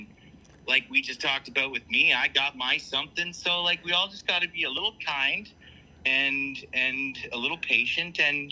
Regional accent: Hamilton, Ontario, Canada; I'm an artist from Hamilton, Ontario.

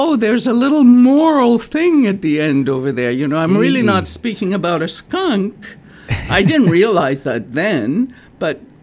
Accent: Ceprano, Lazio, Italy; accent: Cepranese dialect; Sì, mamma, il nostro dialetto cepranese, che è un dialetto un po' strano, ma molto, molto sincero.

